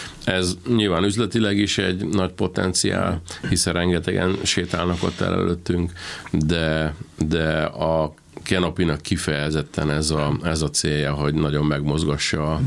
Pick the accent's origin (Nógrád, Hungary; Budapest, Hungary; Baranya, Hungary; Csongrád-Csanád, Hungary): Baranya, Hungary; Pécs; én is pécsi vagyok